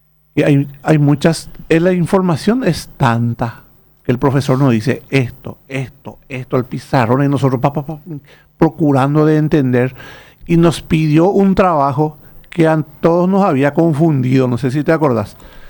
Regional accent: Paraguay; Entonces, no podés vos, uno como paraguayo, no puede decirle: no te tengo paciencia porque sos brasileño.

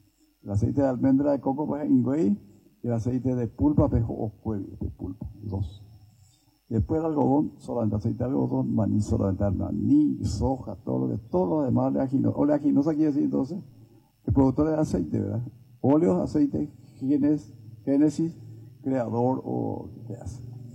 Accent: San Lorenzo, Central, Paraguay; yo soy de San Lorenzo. Tengo 77 años de edad.

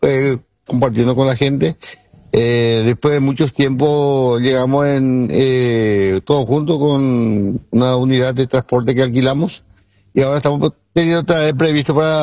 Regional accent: Horqueta, Concepción, Paraguay; now in Luque, Paraguay; Yo salí de Orqueta hace 43 años y estoy radicado en Luque, pero a jalar Orqueta de Yusei

